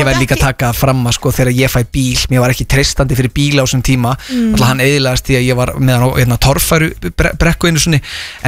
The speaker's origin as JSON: {"language": "Icelandic", "town": "Vestmannaeyjar", "region": "Southern Region", "country": "Iceland", "moved": "yes", "said": "ég er frá Vestmannaeyjum, ég nýfluttur upp á land"}